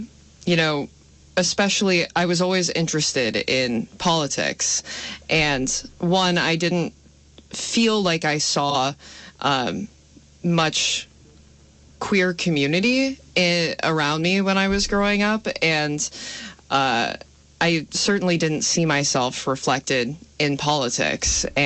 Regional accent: Island Pond, Vermont, United States; So as you mentioned, I grew up in the very small town of Island Pond up in the Northeast Kingdom.

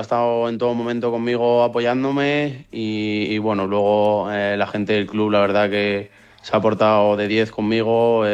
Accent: Madrid, Community of Madrid, Spain; de aquí, de Madrid, porque los dos somos de Madrid, hemos estudiado en el mismo colegio

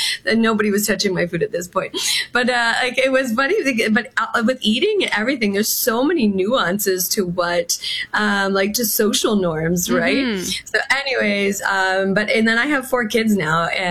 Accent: Sault Ste. Marie, Ontario, Canada; I grew up in Sault Ste. Marie

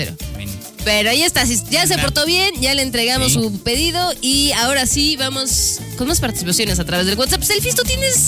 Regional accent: Mexico; en México no saludamos de doble beso.

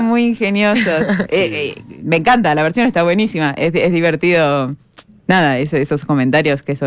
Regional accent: Argentina; En Argentina es muy, muy popular. Lo bailamos muchísimo.

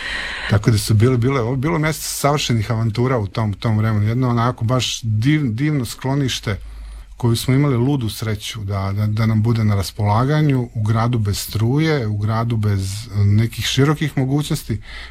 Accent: Dalmatia, Croatia; Ja sam zapravo Dalmatinac, to je ono moj.

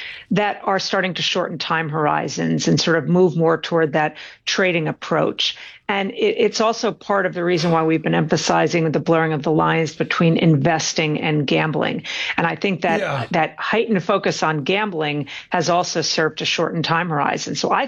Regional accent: Norway; I went to my home country, Tom. I went to Norway.

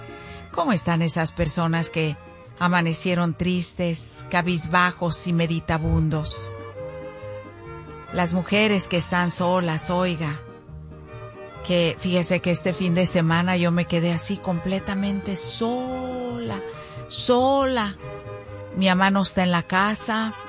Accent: Mexico; moved away; en México, en mi pueblo

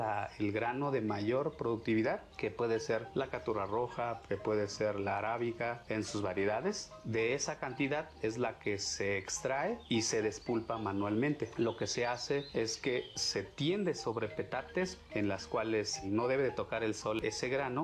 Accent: Tanetze de Zaragoza, Oaxaca, Mexico

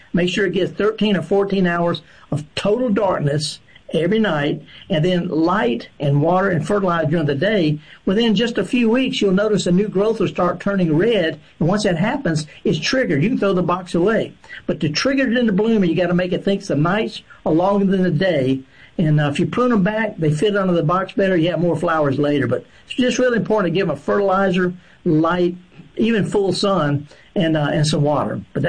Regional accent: Mississippi, United States; I'm from the Delta, Woodville

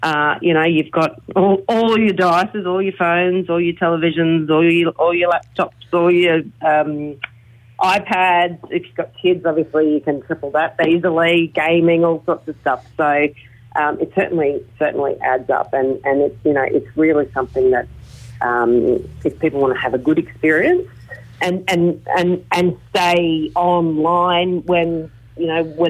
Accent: Townsville, Queensland, Australia; I grew up in Townsville, and I still recall being chased by magpies

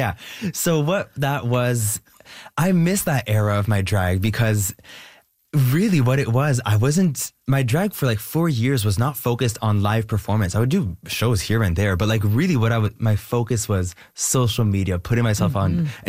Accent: Canada

